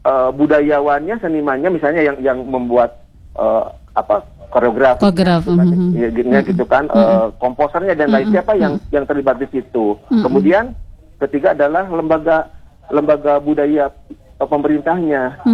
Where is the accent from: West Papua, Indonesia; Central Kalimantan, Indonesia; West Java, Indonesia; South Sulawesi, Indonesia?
West Java, Indonesia; Tasikmalaya; Seringkali saya bawa ke daerah saya acara kan ada hajat lembur di Cepat Tuja di Tasik nih.